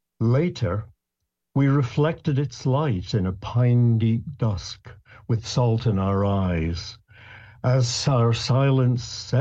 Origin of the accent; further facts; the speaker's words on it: Scotland, United Kingdom; I'm a Scot. That's my nationality. And that means that I speak in Scots, which, by the way, is a language.